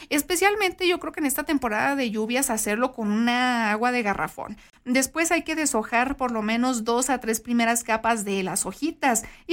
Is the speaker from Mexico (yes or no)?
yes; Mexico; Nosotros como mexicanos, y ojo, yo creo que todos, algunos países, estamos muy acostumbrados a que si no tenemos tiempo